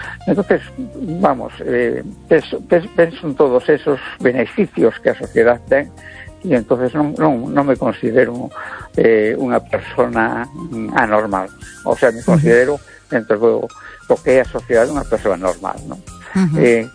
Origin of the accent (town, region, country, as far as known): A Coruña, Galicia, Spain